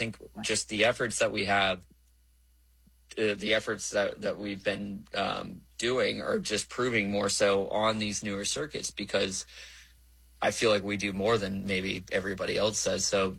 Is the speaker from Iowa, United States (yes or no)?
no; Florida, United States; to be a native Floridian American, born and raised here in the U.S.